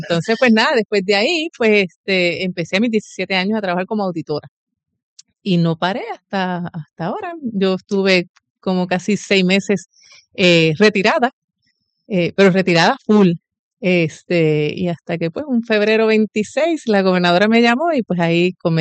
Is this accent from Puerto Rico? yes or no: yes; Puerto Rico; Yo simplemente soy una puertorriqueña